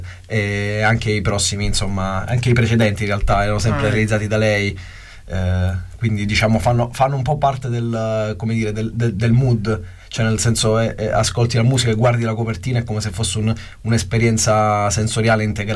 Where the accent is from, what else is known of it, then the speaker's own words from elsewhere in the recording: Palermo, Sicily, Italy; moved away as an adult; also born or lived in Brescia; now in Rome, Italy; Sono nato a Brescia, ma per caso, sì. Poi credo meno di 3 anni stavo già a Palermo e sono cresciuto lì, e poi 4 anni fa mi sono trasferito a Roma